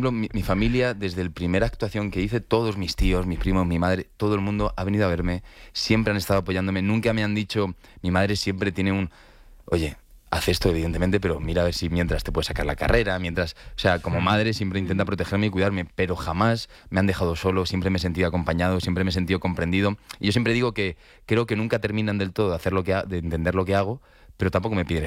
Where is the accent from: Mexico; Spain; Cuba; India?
Spain; Leganés, Community of Madrid; odio las patrias, pero soy patriota de Leganés, la verdad. Yo me gusta decir que soy de Leganés allá por donde voy.